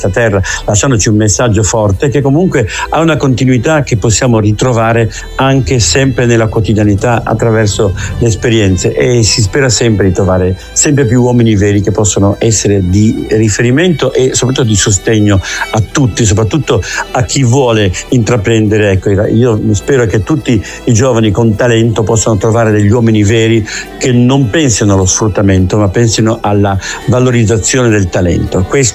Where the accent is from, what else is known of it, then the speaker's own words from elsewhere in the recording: Genoa, Liguria, Italy; sia io da genovese